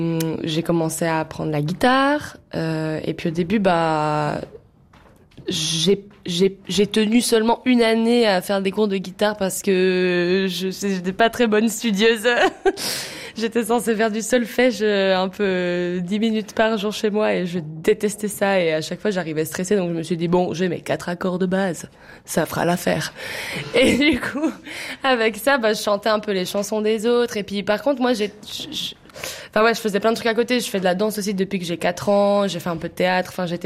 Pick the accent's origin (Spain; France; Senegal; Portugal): Spain; Galicia; moi, je viens du nord de l'Espagne, je viens de Galice. Puis c'est pas du tout dans notre culture.